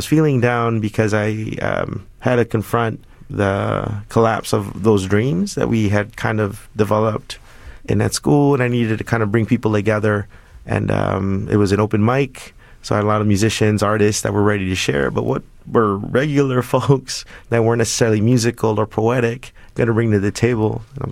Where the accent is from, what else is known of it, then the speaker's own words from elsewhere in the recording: Chicago, Illinois, United States; Growing up in Pilsen for close to 35 years